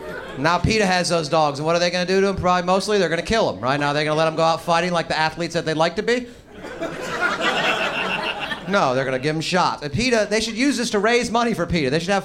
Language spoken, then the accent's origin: English; Atlanta, Georgia, United States; I'm from Atlanta, so my football season was over many, many, many, many weeks ago.